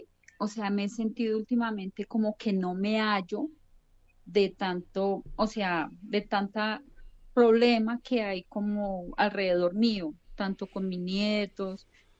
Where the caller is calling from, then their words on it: Bogotá, Colombia; Hablo de Bogotá.